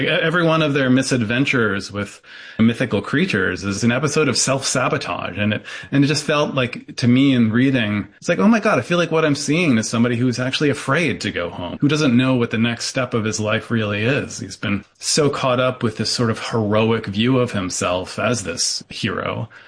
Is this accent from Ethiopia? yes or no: no; Rust Belt, United States; now in Knoxville, United States; I grew up in the Rust Belt. I lived up through graduate school in the Rust Belt.